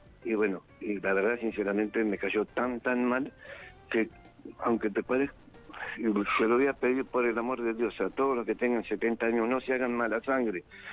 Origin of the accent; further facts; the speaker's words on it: Burzaco, Buenos Aires Province, Argentina; born there; Pero yo soy nacido en Bursaco.